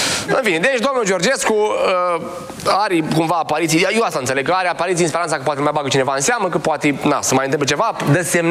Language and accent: Romanian; Romania; ca români